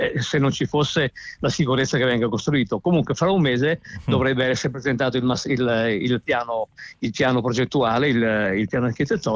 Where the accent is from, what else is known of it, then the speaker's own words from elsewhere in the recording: Tuscany, Italy; now in Milan, Italy; Io mi sono trasferito a Milano dalla Toscana nel 1981, quindi quest'anno faccio i 46 anni di presenza su questo stadio.